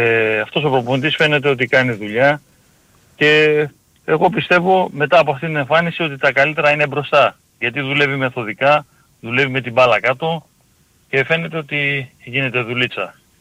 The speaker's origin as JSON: {"language": "Greek", "town": "Agioi Anargyroi", "region": "Attica", "country": "Greece", "said": "Λοιπόν, είμαι … από Αγίους Μαργυρούς"}